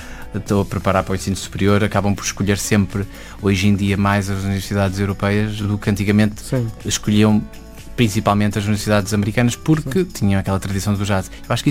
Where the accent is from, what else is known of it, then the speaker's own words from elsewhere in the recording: Azores, Portugal; also born or lived in New York / Porto; Eu como açoriano tenho um pouco esta característica, apesar de ter vivido pouco tempo nos Açores